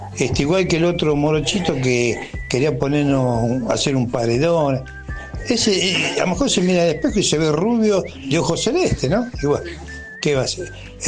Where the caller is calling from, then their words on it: Villa Fiorito, Buenos Aires Province, Argentina; de Fiorito.